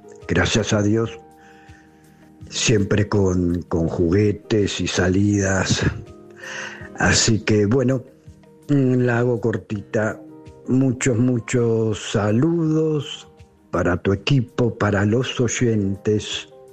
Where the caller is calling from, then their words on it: Buenos Aires, Argentina; de Monte Castro.